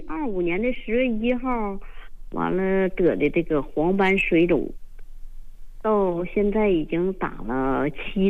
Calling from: Northeast China, China; 我是东北的。

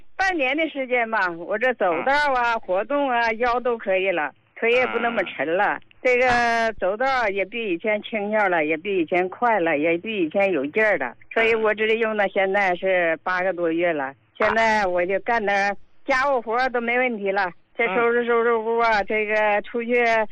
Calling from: Harbin, Heilongjiang, China; 我是哈尔滨的患者。

